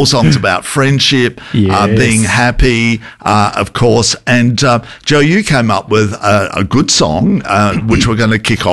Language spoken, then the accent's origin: English; Adelaide, South Australia, Australia; also born or lived in Melbourne / Sydney; But because I'm originally from Adelaide and it's in Melbourne, then I went to Sydney, back from Sydney, and then back to back there.